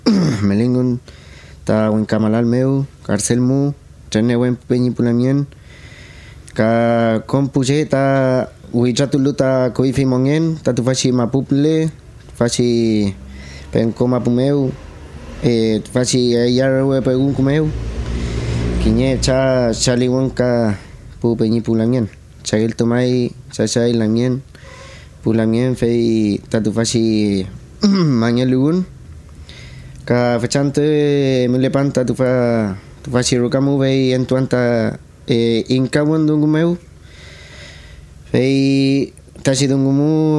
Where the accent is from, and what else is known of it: Penco, Biobío, Chile; born or raised there